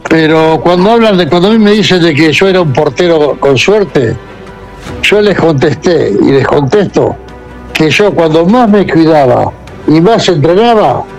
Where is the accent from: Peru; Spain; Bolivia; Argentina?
Argentina; Y todos los partidos que ha hecho en la clasificación de Qatar acá, a mí como argentino me ha representado.